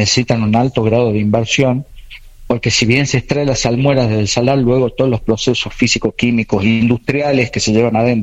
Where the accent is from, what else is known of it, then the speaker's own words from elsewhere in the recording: Salta, Argentina; Salta. En Salta. Yo soy salteño, sí, y vivo, sí, en Salta